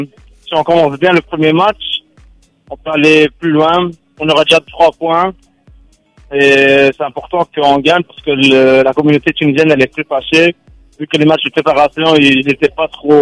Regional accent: Quebec, Canada; أنا من كيبيك من كندا جينا البارح في الليل

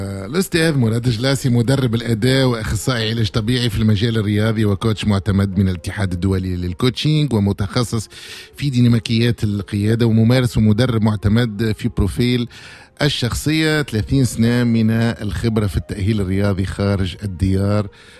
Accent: Tunisia; نحن توانسة

